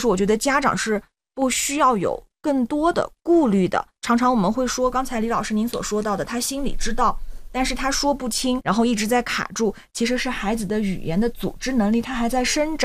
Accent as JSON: {"language": "Chinese", "region": "Yunnan", "country": "China", "said": "尤其对于我们云南人来说"}